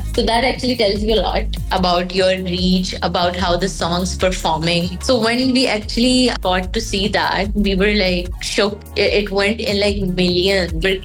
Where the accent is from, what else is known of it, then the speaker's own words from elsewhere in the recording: Pakistan; So Indians initially thought that I'm from India